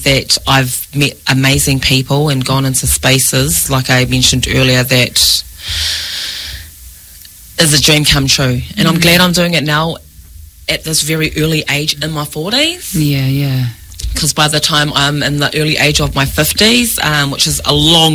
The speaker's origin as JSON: {"language": "English", "town": "Camberley", "region": "South East England", "country": "United Kingdom", "tie": "born or raised there", "said": "because I was brought up in Camberley"}